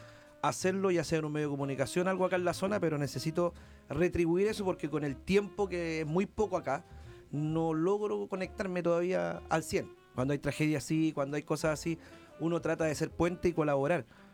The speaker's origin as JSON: {"language": "Spanish", "town": "Viña del Mar", "region": "Valparaíso", "country": "Chile", "tie": "born or raised there", "said": "yo crecí en Santa Inés, crecí en Santa Julia. estoy en Gómez Carreño, donde gran parte son evertonianos y no tengo ni un problema. Compartí con mucha gente de los del Cerro cuando vivía en Santa Inés"}